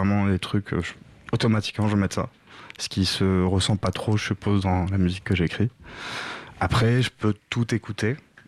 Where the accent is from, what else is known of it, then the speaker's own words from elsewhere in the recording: Morocco; moved away; je viens du Maroc